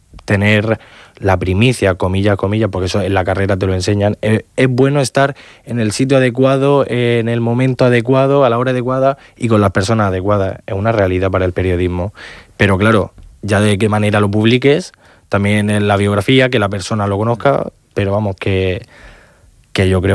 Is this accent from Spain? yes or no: yes; Region of Murcia, Spain; Yo no soy mucho de fútbol, pero yo tiro por mi tierra, Real Murcia.